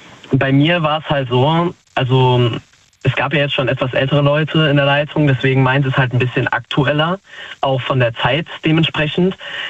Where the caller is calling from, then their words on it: Falscheid, Saarland, Germany; Also ich komme aus Falscheid, aus dem Saarland.